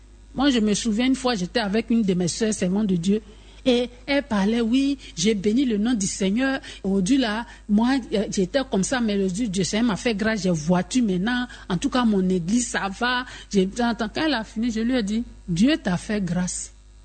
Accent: Côte d’Ivoire; Parce que chez nous en Afrique ici, comme je le disais tantôt, surtout en Côte d'Ivoire ici, une femme qui est divorcée ou bien qui a perdu son mari

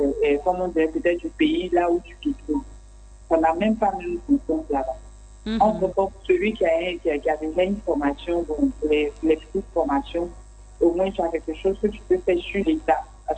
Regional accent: Côte d’Ivoire; je suis ivoirienne

